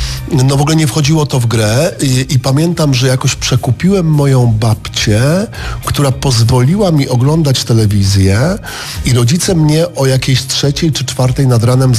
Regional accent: Prudnik, Opole Voivodeship, Poland; born there; ja miałem lat 9, bo ja się urodziłem w Prudniku

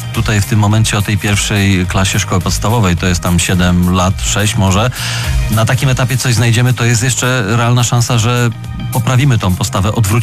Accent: Opole, Opole Voivodeship, Poland; jako Opolanin

